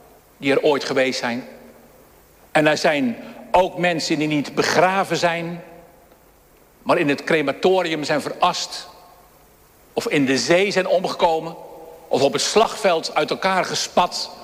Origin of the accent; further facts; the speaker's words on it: Dirksland, South Holland, Netherlands; ik ben in Dirksland opgegroeid en geboren ook trouwens. En belijdenis gedaan in de vormde kerk bij dominee van der Linden.